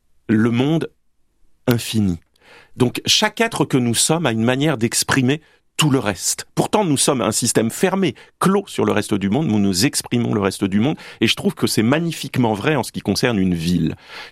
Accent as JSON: {"language": "French", "town": "Bordeaux", "region": "Nouvelle-Aquitaine", "country": "France", "said": "C'est parce que je suis bordelais, bien sûr"}